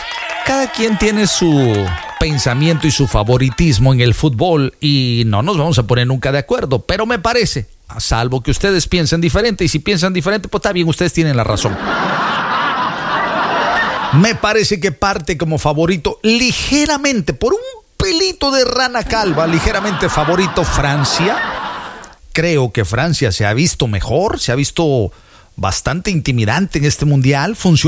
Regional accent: Mexico; Y muchos mexicanos, millones, nos indignamos.

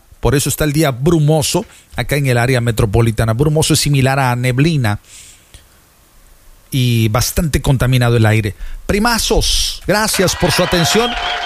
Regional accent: Veracruz, Mexico; soy de oro, soy jarocho.

